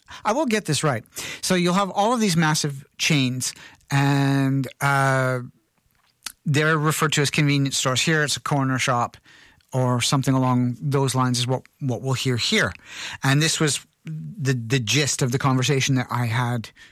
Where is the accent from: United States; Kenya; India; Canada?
Canada; born or raised there; moved away